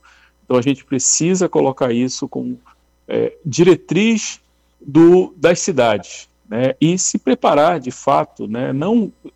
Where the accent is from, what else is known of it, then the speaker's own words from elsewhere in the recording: Amazon, Brazil; enquanto amazônida, enquanto morador da Amazônia